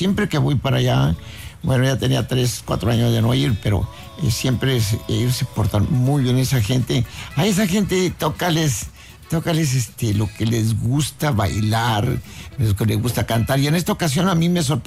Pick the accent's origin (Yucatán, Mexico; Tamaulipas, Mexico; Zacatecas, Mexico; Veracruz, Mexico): Tamaulipas, Mexico; Nuevo Progreso; moved away; also born or lived in Reynosa; ahí nos criamos nosotros en ese pueblo, Nuevo Progreso. Y de ahí salimos yo y mi hermano para Reynosa